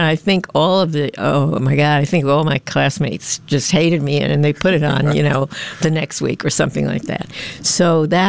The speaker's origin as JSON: {"language": "English", "town": "New York City", "region": "New York", "country": "United States", "tie": "born or raised there", "said": "I was living in Manhattan, but in New York City. I grew up in New York City, but it was a small town way."}